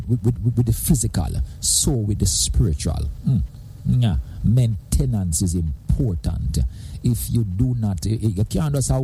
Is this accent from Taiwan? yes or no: no; Jamaica